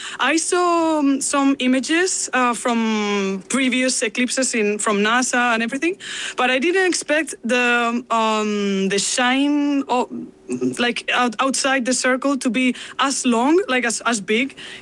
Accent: Viveiro, Galicia, Spain; right now we are in Ortigueira, and I come from Viveiro, which is where my grandma was from

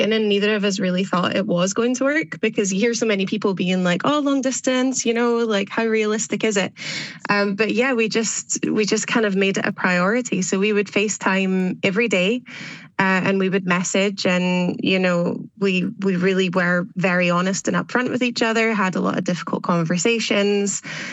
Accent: Scotland, United Kingdom; I'm Scottish.

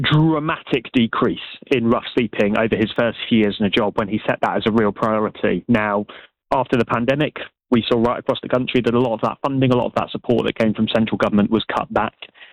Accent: Milton Keynes, South East England, United Kingdom; my hometown, Milton Keynes

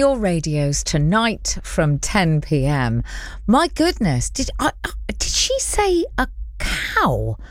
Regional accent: Basingstoke, South East England, United Kingdom; I grew up in Hampshire.

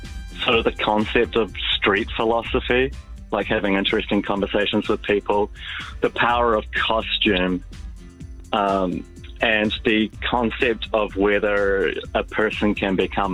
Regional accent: South Island, New Zealand; I'm a New Zealander. I grew up here in the South Island of New Zealand.

